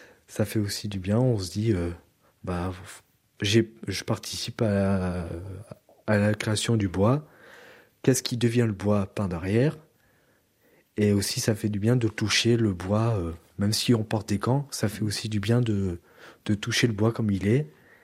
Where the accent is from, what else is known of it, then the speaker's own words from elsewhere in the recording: France; nous on est français